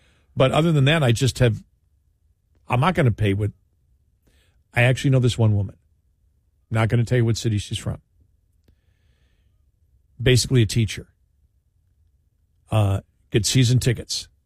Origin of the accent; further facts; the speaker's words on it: Buffalo, New York, United States; I used to go to NBA games when I was a kid, when I grew up in Buffalo, with the Buffalo Braves.